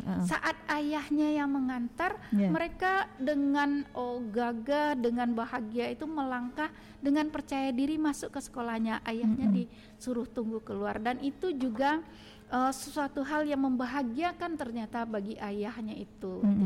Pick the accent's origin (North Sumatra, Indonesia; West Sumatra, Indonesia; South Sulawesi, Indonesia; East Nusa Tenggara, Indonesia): West Sumatra, Indonesia; di tengah-tengah masyarakat kita, Minang ini